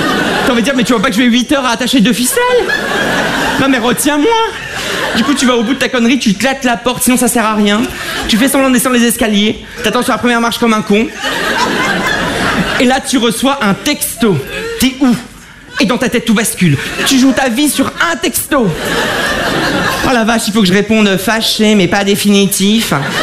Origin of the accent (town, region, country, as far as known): Avion, Hauts-de-France, France; born there